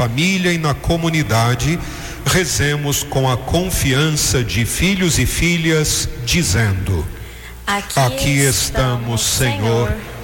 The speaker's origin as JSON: {"language": "Portuguese", "country": "Brazil", "said": "a todos nós brasileiros"}